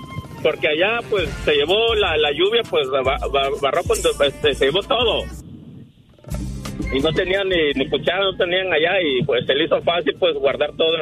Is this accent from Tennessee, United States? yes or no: no; Ohio, United States; Vengo de Vista, California, soy de Ohio.